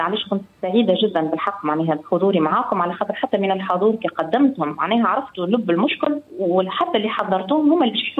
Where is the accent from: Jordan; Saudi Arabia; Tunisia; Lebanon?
Tunisia; Bizerte Governorate; عندنا في بنزرت